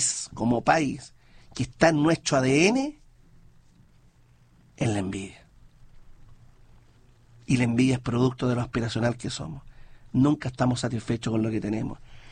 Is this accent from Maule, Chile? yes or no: yes; Linares, Maule, Chile; Porque los chilenos somos aspiracionales, sobre todo los linarenses.